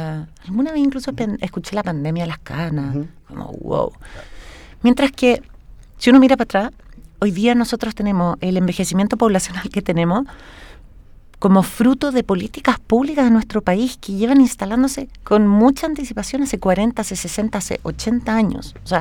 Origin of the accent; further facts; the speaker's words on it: Chile; somos chilenos que vivimos más años